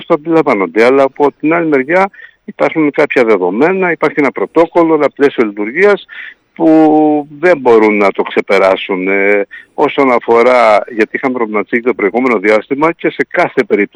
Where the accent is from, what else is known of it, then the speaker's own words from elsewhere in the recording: Imbros, Crete, Greece; στο χωριό μου στην Ήμβρο